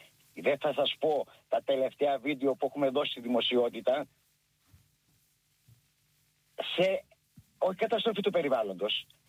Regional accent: Skalochori, North Aegean, Greece; κατάγομαι από ένα χωριό που λέγεται Σκαλοχώρη.

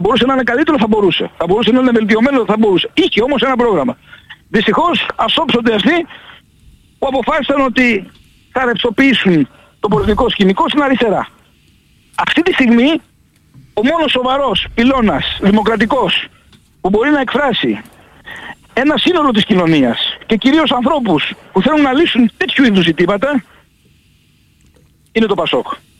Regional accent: Kefalonia, Ionian Islands, Greece; moved away; έρχομαι και εγώ στην Κεφαλονιά. Καλά, πέρα από το γεγονός ότι είναι η πατρίδα μου και χαίρομαι κάθε φορά που έρχομαι

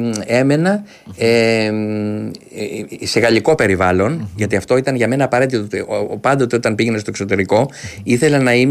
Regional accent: Greece; moved away; also born or lived in New York

